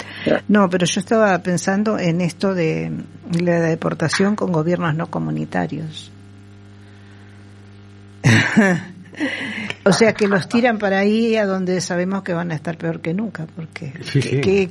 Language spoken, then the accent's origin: Spanish; Uruguay; now in Spain; yo también siendo de africano, a saber para dónde me tiran. A mí me pueden tirar para África, me pueden tirar para Italia o me devuelven a Uruguay.